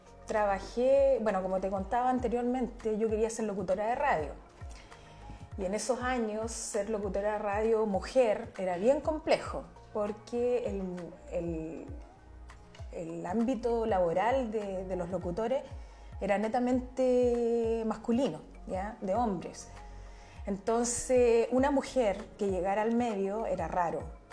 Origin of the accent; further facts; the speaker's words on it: Santiago, Santiago Metropolitan Region, Chile; moved away as an adult; now in Tomé, Chile; Tengo muy buenos recuerdos de mi infancia, de mi niñez allá en Santiago.